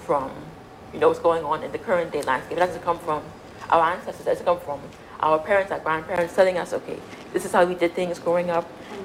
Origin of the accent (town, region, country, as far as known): Providenciales, Turks & Caicos Islands